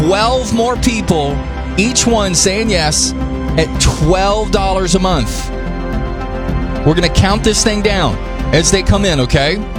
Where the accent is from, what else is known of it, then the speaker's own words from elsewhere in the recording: North Carolina, United States; moved away; That's my home state, babe.